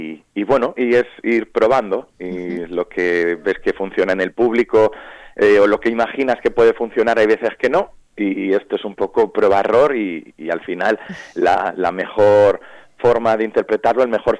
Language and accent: Spanish; Albacete, Castilla-La Mancha, Spain; Yo soy de Albacete y justo estamos en plena feria de Albacete.